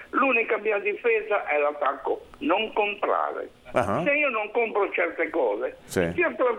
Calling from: Badalucco, Liguria, Italy; io sono sempre venuto a Genova, però... mio padre e mia madre, noi siamo di Badalucco

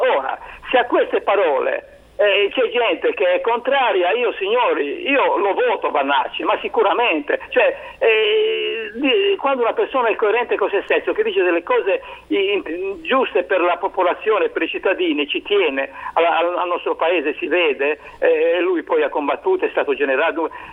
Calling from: Albenga, Liguria, Italy; Io sono di Albenga, no? Sono di Albenga.

